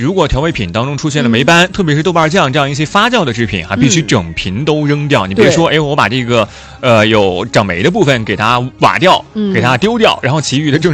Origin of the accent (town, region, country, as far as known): Sichuan, China